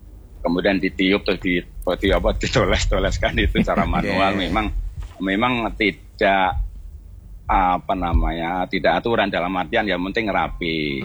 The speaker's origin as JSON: {"language": "Indonesian", "town": "Klaten", "region": "Central Java", "country": "Indonesia", "tie": "born or raised there"}